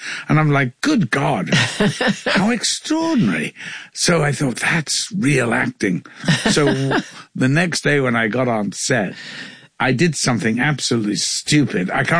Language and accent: English; Liverpool, North West England, United Kingdom; I'm from Liverpool